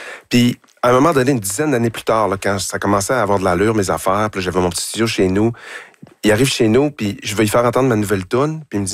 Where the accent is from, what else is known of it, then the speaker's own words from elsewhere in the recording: Saguenay, Quebec, Canada; moved away as an adult; now in Montreal, Canada; moi non plus, je suis à Chicoutimi dans mon sous-sol.